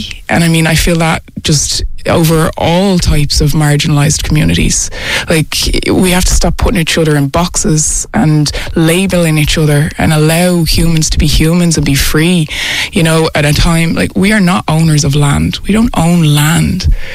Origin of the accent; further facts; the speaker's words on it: Bray, Leinster, Ireland; accent: Irish; I sound Irish. I believe behave like an Irish person. I'm born and raised here in the 80s myself by an Irish mom. I grew up here, was educated here, played for my country across the world